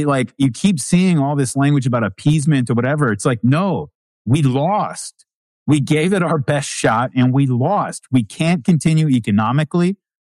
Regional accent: United States; as an American

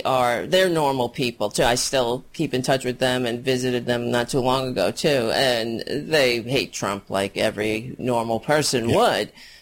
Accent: Staten Island, New York, United States; Well, I grew up in New York. Okay, so yes, because I grew up on Staten Island.

